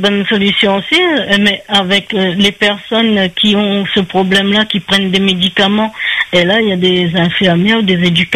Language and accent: French; Réunion; now in Grasse, France; Moi, j'étais à La Réunion. J'ai fait mon enfance à La Réunion, la famille à La Réunion.